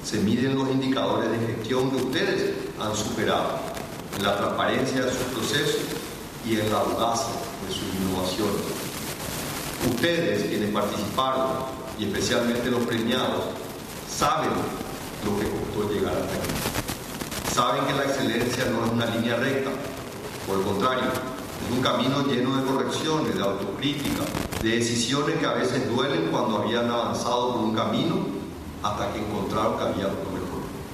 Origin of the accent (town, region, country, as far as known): Paraguay